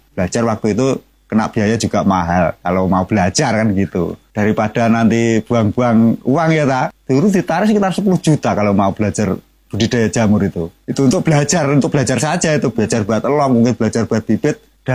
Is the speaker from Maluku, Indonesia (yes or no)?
no; Tulungagung, East Java, Indonesia; Perkenalkan … Saya berasal dari Gang Swasembada, Kalidawir, Tulungagung.